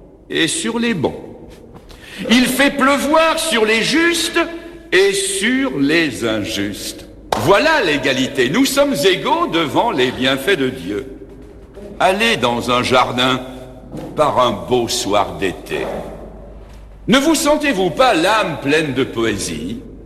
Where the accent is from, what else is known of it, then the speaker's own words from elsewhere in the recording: Belgium; Moi je viens d'un petit pays qui est grand comme deux mouchoirs de poche.